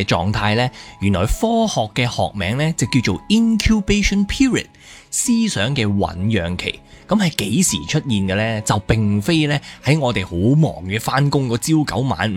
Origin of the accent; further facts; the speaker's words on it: Hong Kong; 我们香港人